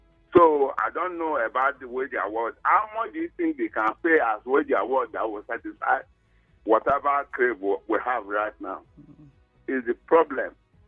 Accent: Benin City, Edo, Nigeria; when I was growing up in Benin

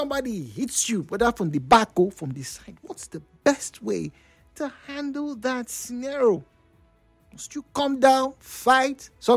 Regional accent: Nigeria; as a Nigerian

